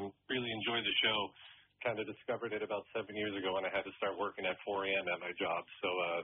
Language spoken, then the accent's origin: English; Henniker, New Hampshire, United States; I'm originally from New Hampshire, Henniker, New Hampshire